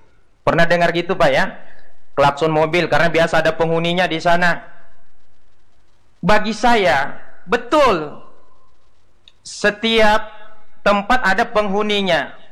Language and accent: Indonesian; Parepare, South Sulawesi, Indonesia; Kami ini, saya orang Bugis dari Sulawesi Selatan di Parepare.